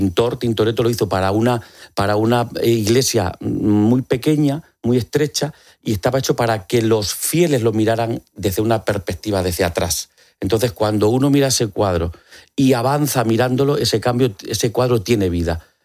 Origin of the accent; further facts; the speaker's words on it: Extremadura, Spain; Yo vivía, soy extremeño, vivía en Badajoz y venía con frecuencia a Madrid, al Museo del Prado.